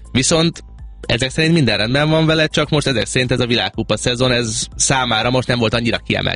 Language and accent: Hungarian; Hungary